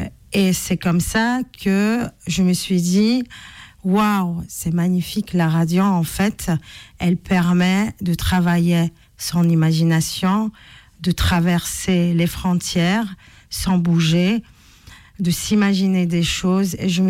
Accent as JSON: {"language": "French", "country": "Poland", "tie": "born or raised there", "second_language": "French", "moved": "as an adult", "lives_now": "France", "said": "je suis née en Pologne en 1976."}